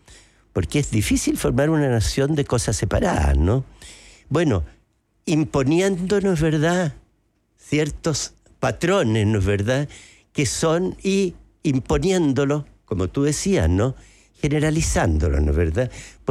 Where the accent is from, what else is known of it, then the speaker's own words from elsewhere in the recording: Chile; Todos somos indígenas los chilenos, todos tenemos sangre indígena.